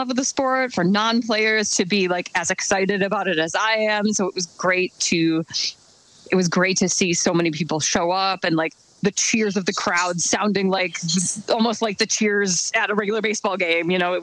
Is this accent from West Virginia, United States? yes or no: no; Wisconsin, United States; moved away as an adult; now in Boston, United States; I lived in Boston for 20 years now. I'm originally from Wisconsin